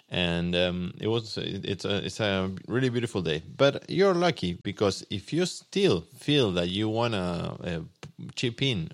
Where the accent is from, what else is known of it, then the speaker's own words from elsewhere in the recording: Argentina; now in Penticton, Canada; that was mostly through Argentina, my home country